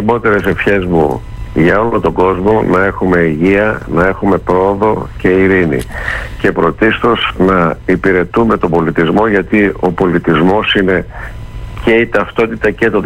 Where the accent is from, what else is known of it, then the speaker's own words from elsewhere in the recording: Greece; also born or lived in West Berlin; Όταν ακούγαν ότι είμαι Έλληνας